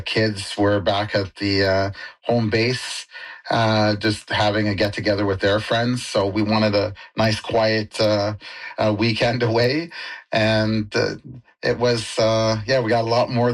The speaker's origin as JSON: {"language": "English", "town": "Maple Ridge", "region": "British Columbia", "country": "Canada", "said": "she asked me where I was from, and I was like, I'm from Maple Ridge and stuff like that."}